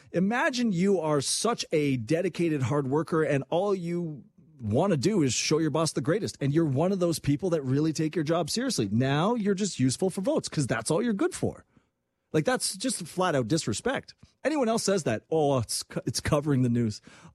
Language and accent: English; Quebec, Canada; and I'll do my Francois Champlain impression, because I am from Quebec. That's not racist or bigoted if I do it, being a semi-French Canadian.